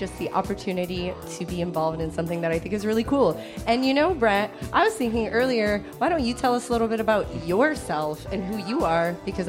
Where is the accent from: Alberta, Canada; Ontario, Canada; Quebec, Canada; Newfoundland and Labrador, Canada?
Ontario, Canada; Windsor; I am here visiting from Windsor, Ontario.